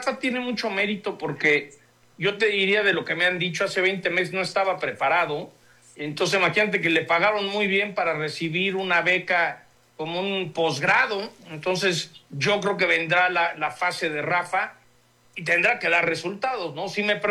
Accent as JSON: {"language": "Spanish", "country": "Mexico", "said": "estos somos los mexicanos"}